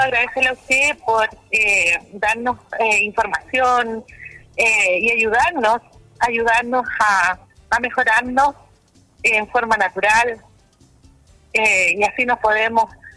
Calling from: Maipú, Santiago Metropolitan Region, Chile; yo soy de Maipú.

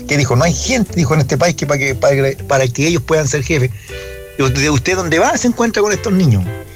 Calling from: Chile

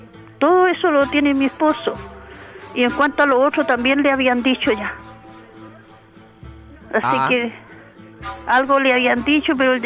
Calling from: Rancagua, O'Higgins, Chile; Yo de aquí, de Rancagua.

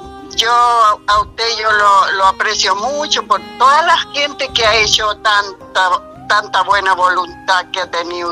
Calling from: Penco, Biobío, Chile; de aquí de Penco, que la había llamado la otra vez. Yo soy del 23 de agosto del 39.

